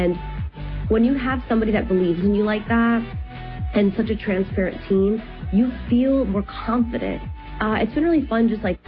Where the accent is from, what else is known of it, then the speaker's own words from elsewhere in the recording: New York City, New York, United States; when I was growing up in New York